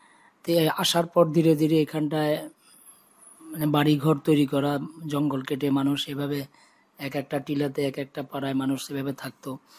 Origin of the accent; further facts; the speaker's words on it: Ishanchandranagar, West Bengal, India; হ্যাঁ, আমার জন্ম ঈশানচন্দ্রনগর গ্রামেই।